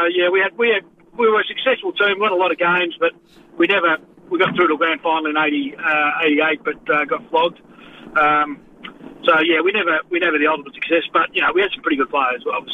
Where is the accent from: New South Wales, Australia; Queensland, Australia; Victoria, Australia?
Victoria, Australia; Bendigo; Yeah, I grew up in the Carlton zone. I live on a farm just out of Bendigo and, played sort of in underage squads and stuff with Carlton and finished my high school schooling in Bendigo